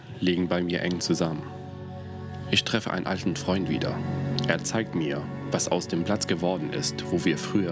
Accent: Syria; now in Germany; Während ich selbst entscheiden kann, wann ich endgültig nach Syrien zurückkehre, haben viele andere keine Wahl.

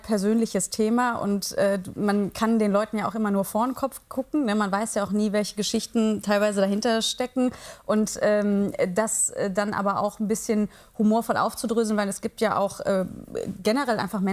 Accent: Heinsberg, North Rhine-Westphalia, Germany

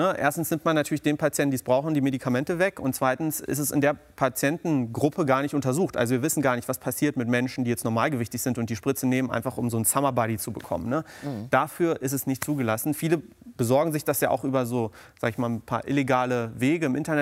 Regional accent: East Germany, Germany; now in Helmstedt, Germany; Also wir kommen ursprünglich aus Ostdeutschland, aber sind nach der Wende rübergezogen nach Westdeutschland, weil meine Eltern dort Arbeit gefunden haben.

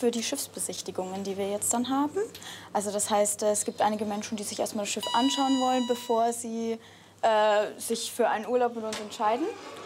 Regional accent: Bavaria, Germany; Das ist aus meiner Heimat, deswegen freue ich mich, dass wir bayerisches Frühschoppen genau. haben.

